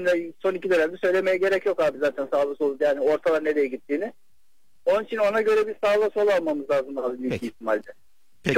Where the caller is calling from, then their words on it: Istanbul, Turkey; İstanbul'dan Fenerbahçe taraftarı